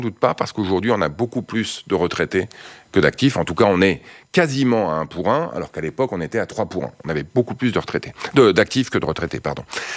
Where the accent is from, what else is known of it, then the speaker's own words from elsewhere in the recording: Montreuil, Île-de-France, France; moved away; Et moi, j'ai grandi à Montreuil, dans le 93, en Seine-Saint-Denis, dans un HLM. Et c'est vrai que c'est à la fois un territoire auquel je suis resté très attaché, j'y retourne régulièrement